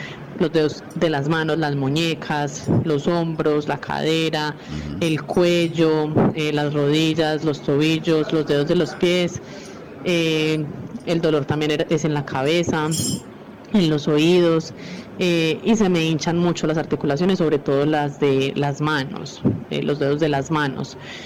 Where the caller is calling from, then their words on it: Medellín, Antioquia, Colombia; Le hablo de la ciudad de Medellín, del barrio San Javier.